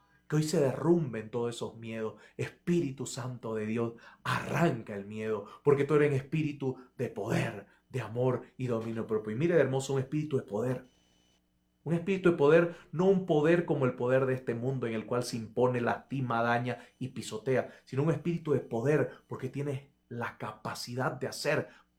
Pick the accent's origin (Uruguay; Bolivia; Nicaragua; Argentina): Bolivia; Santa Cruz de la Sierra, Santa Cruz; en mi ciudad, en Santa Cruz de la Sierra, es famosa la carne asada